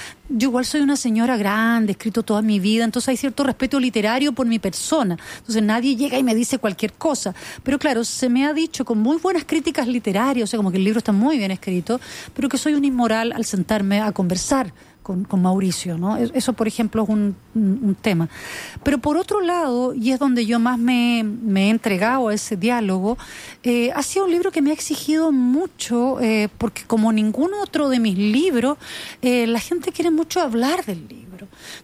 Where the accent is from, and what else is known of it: Chile